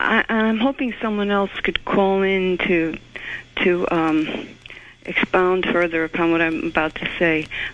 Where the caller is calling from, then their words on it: West Haven, Connecticut, United States; I'm calling from West Haven, Connecticut.